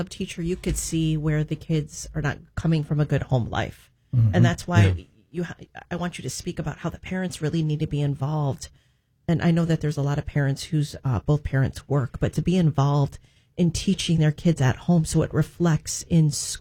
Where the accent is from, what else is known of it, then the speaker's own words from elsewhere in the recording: Illinois, United States; I think I want to point out that we live in Florida, right? And I came from Illinois.